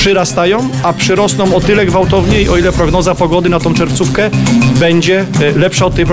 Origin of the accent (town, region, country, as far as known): Lesser Poland, Poland